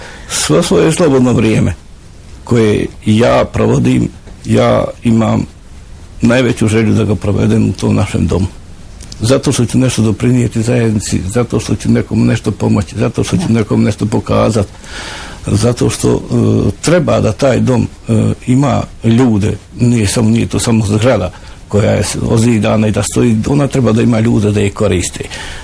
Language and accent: Bosnian; Dragunja, Federation of Bosnia and Herzegovina, Bosnia & Herzegovina; Mi iz Dragunje smo ponosni